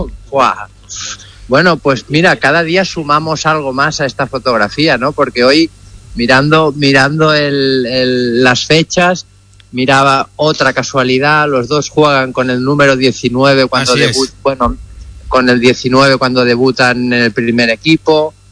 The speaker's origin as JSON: {"language": "Spanish", "region": "Catalonia", "country": "Spain", "said": "como culé, como catalán"}